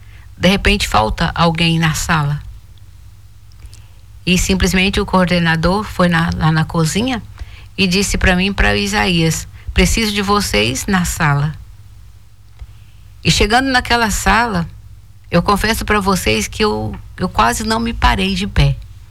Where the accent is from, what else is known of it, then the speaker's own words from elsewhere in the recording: Minas Gerais, Brazil; moved away; also born or lived in Frutal; nós somos de Minas Gerais, e eu morava na cidade de Frutal.